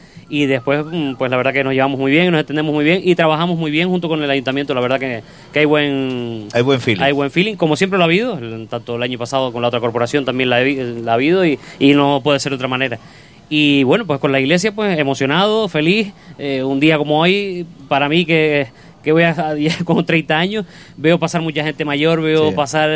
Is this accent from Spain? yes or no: yes; Spain; soy del Puertito.